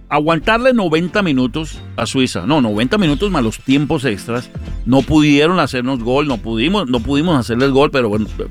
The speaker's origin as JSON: {"language": "Spanish", "country": "Colombia", "said": "soy colombiano, adoro Colombia"}